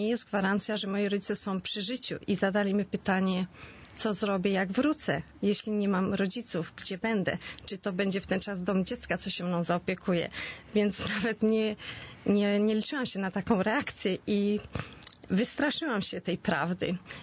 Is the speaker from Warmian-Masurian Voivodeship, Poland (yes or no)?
no; Świnoujście, West Pomeranian Voivodeship, Poland; moved away; Ze Świnoujścia. Wyjechałam ze Świnoujścia i byłam praktykującą katoliczką